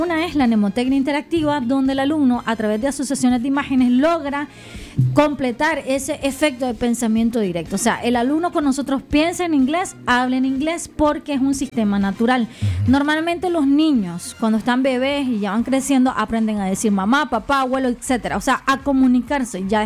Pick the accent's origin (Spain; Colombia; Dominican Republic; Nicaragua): Nicaragua; como nicaragüense, lo digo como nicaragüense, estamos acostumbrados a inscribirnos, sentarnos en un pupitre